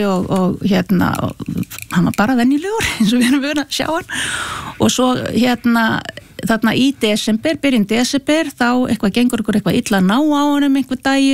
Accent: Akureyri, Northeastern Region, Iceland; Og við erum alveg upp á Akureyri

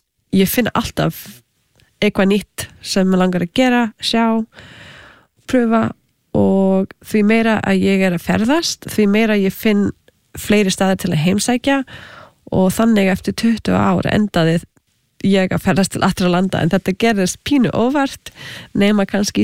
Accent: Canada; Icelandic is a second language; also born or lived in United States / Australia; ég ólst upp í Kanada með halv indverskri móðir frá Suður Ameríku svo ég var þegar alþjóðlegt barn og með nokkuð tungumál sem ég gat notað

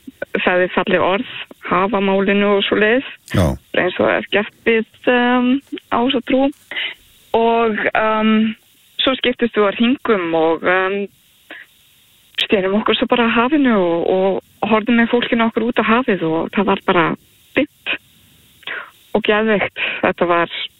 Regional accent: Álftanes, Capital Region, Iceland; Ég náttúrulega uppalinn á Álftanesinu og ég elska ströndina og hérna bara þar á hverjum degi sem barn

